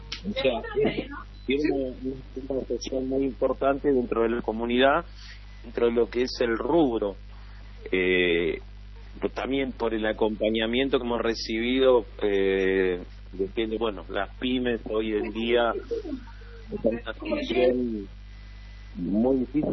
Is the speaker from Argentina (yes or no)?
yes; Mariano Acosta, Buenos Aires Province, Argentina; Bueno, nosotros somos de Mariano Acosta, pertenecemos al municipio de Merlo.